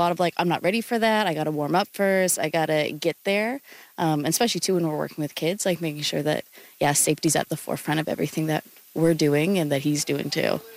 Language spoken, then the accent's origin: English; Halifax, Nova Scotia, Canada; now in Membertou, Canada; I'm from Halifax, but I now live in Memberton